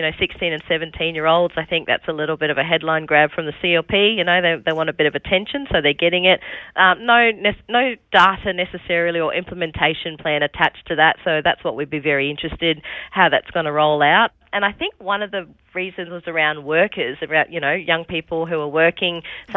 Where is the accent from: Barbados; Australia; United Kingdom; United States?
Australia; Katherine, Northern Territory; that's obviously my hometown.